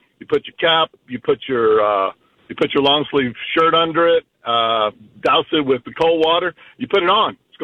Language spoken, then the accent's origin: English; Texas, United States; I grew up in Central Texas, about halfway between San Antonio and Houston.